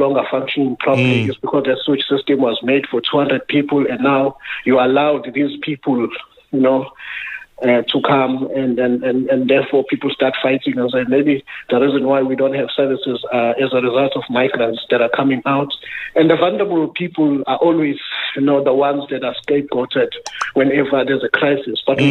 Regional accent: KwaZulu-Natal, South Africa; I grew up in Bambai

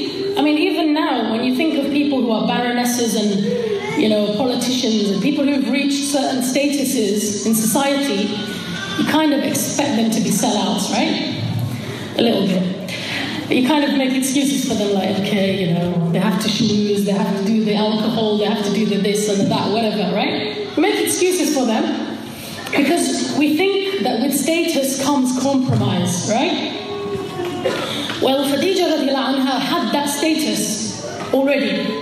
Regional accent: Hackney, London, United Kingdom; born or raised there

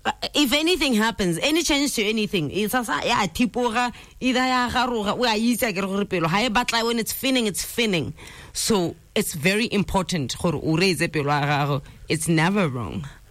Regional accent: Gabane, Kweneng District, Botswana; moved away; No, I don't stay in Gabane. I'm from Gabane.

